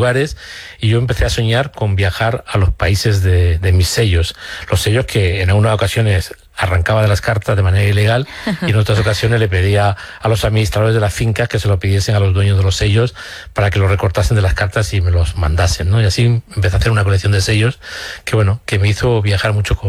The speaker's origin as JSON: {"language": "Spanish", "town": "Córdoba", "region": "Andalusia", "country": "Spain", "tie": "born or raised there", "said": "La cual me gustaría pues tener ese faro es mi ciudad natal, Córdoba"}